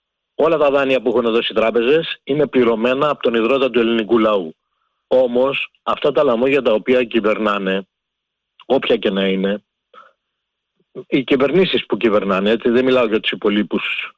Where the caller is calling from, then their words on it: Nikaia, Attica, Greece; από την Κοκκινιά.